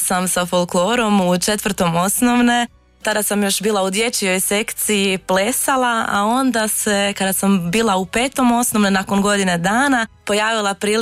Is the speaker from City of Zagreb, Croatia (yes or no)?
no; Karlovac County, Croatia; Pa svakako bi prvo krenula sa nekim ljepotama u Zagorju Ogulinskom, ipak je to moj rodni kraj, pa bi prvo krenuli sa Šmitovim jezerom